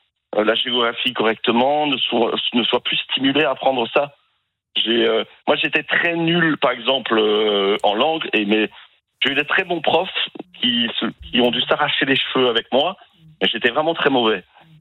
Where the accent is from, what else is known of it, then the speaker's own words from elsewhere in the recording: Belgium; now in France; Moi, je suis belge et j'ai tellement de mauvais échos sur le public en France